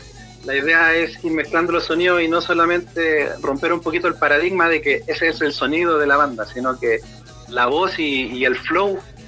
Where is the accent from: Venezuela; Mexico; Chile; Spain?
Chile; Biobío; yo soy del sur de Concepción